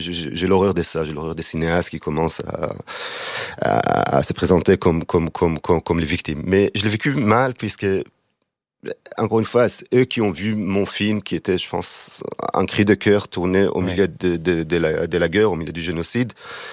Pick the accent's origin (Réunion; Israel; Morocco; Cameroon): Israel; moved away; Moi, évidemment, je suis israélien et j'ai quitté Israël suite aux raisons politiques.